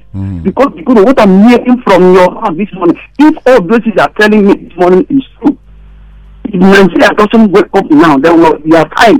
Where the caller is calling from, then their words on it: Ireland; I'm calling you from Ireland.